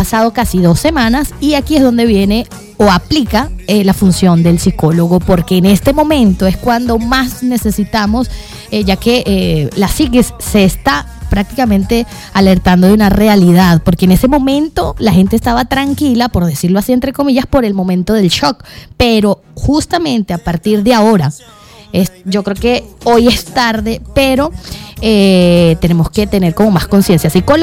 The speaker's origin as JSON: {"language": "Spanish", "country": "Venezuela"}